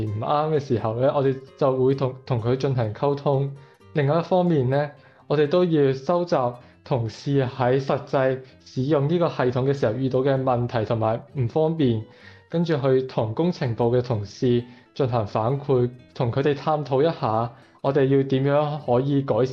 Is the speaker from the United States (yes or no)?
no; Macau; now in Wuhan, China; 我来自澳门，而家喺武汉大学就读嘅